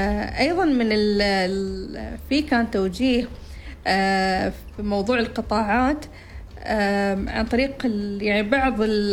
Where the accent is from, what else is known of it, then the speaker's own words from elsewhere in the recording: Oman; نحن كعمانيين